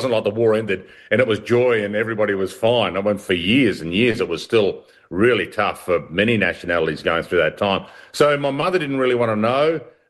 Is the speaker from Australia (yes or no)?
yes; Australia; as an Australian kid growing up